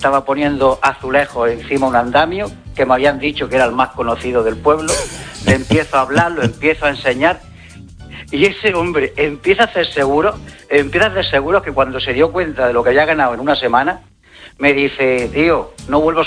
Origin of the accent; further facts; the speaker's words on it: Almería, Andalusia, Spain; now in Málaga, Spain; Yo soy de Almería, aunque ahora vivo en Málaga.